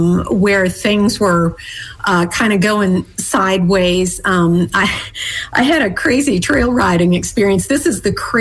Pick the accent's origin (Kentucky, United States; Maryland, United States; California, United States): Kentucky, United States; Bowling Green; I had friends in the neighborhood with horses, and I grew up in Bowling Green, Kentucky, and it was relatively inexpensive to have horses there.